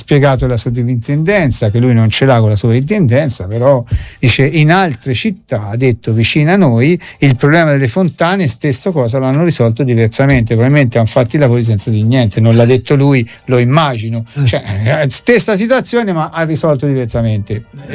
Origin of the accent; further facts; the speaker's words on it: Arezzo, Tuscany, Italy; born there; Sono nata a Rigutino, quindi è Santo Spirito Rigutino.